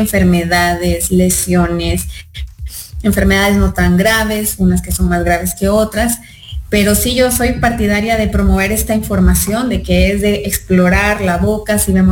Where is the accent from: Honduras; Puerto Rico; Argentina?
Honduras; moved away as an adult; now in Mexico; yo crecí en Honduras, nací en Honduras, estudié en Honduras la primaria, secundaria, la universidad.